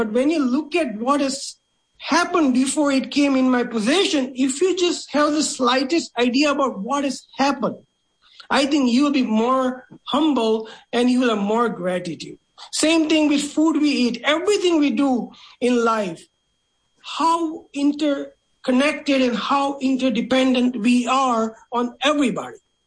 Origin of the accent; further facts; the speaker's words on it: India; primarily when we are growing up in India, every time we did the prayers, there are two prominent prayers that we did it most of the time.